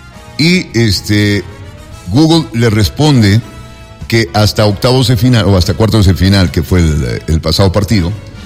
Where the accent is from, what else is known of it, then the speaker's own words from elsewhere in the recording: Spain; Pero ahora, también hay que entender, nosotros somos españoles.